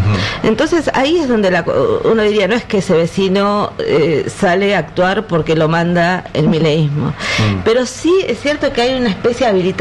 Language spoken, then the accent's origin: Spanish; Argentina